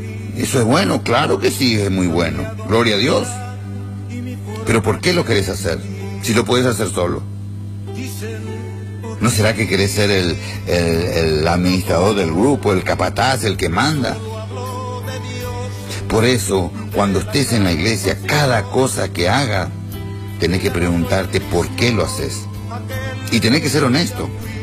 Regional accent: Argentina; Yo puedo ir a Paraguay, pero soy argentino.

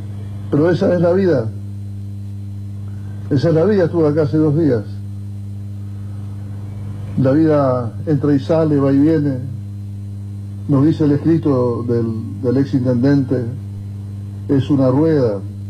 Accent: Oberá, Misiones, Argentina; yo soy de Oberá, por acá entraron los nórdicos, los suecos, los noruegos, los finlandeses, dinamarqueses, también entraron por acá.

